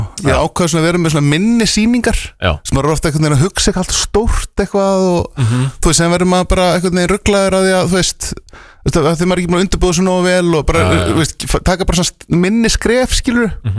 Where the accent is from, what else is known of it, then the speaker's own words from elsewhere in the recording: Reykjavík, Capital Region, Iceland; moved away as an adult; now in Hafnarfjörður, Iceland; Ég er úr vesturbænum